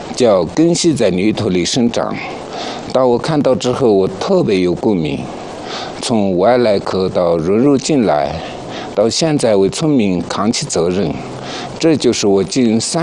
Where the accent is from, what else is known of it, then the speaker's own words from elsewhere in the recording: Xining, Qinghai, China; moved away as an adult; now in Dacao Village, Tibet, China; 我老家是青海西宁的。1998年，我来到拉萨打工创业。